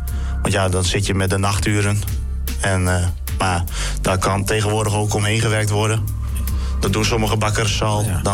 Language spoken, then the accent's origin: Dutch; Ameland, Friesland, Netherlands; Ik kom van Ameland.